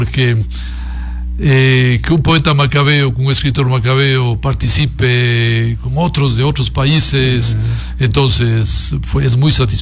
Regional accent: Macas, Morona Santiago, Ecuador; como representante de acá, de esta tierra, de mi provincia, de mi tierra, de Macas

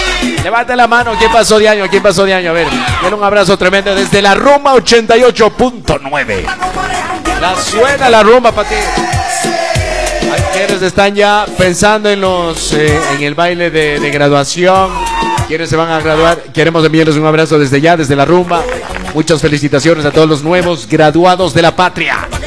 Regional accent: Ecuador; Tenemos que motivarnos como ecuatorianos.

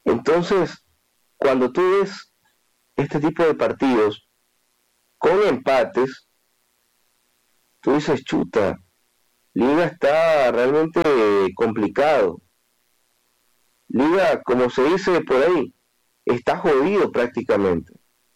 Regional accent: Ecuador

